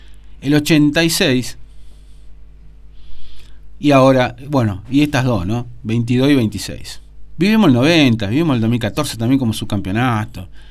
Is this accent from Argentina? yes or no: yes; Argentina; para los que somos argentinos